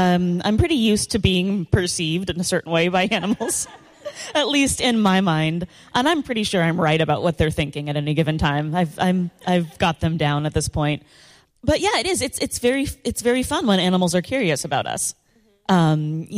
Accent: Tacoma, Washington, United States; I grew up in Tacoma, Washington, and we have the Point Defiance Aquarium and Zoo in Tacoma.

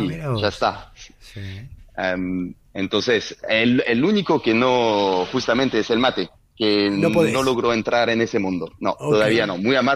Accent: Lyon, Auvergne-Rhône-Alpes, France; No, de Lyon.

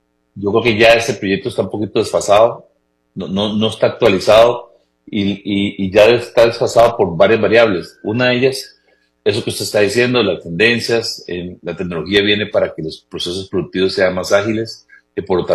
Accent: Costa Rica; como costarricenses que somos

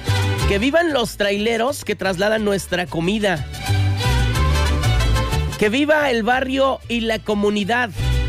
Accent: Mexico; Al igual que lo que tendríamos que reconocer nosotros como mexicanos

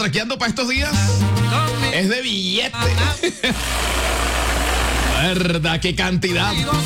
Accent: Caribbean coast, Colombia; Soy el costeño sabroso.

